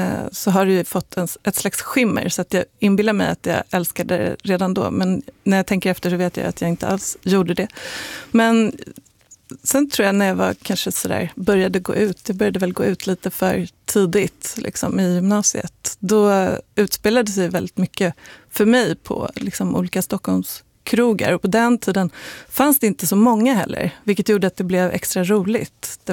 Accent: Sweden; Jag talade inte om att jag var svensk

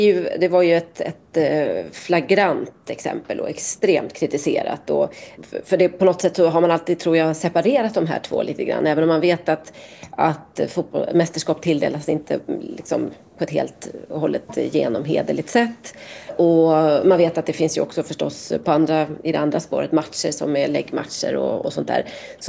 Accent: Sweden; som svensk

